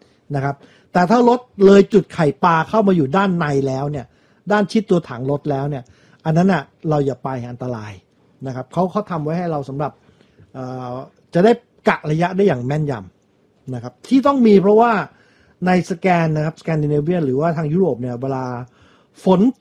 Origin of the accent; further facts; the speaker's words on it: Bangkok, Thailand; เอาตรงๆผมไม่รู้จริงผมเด็กกรุงเทพนะ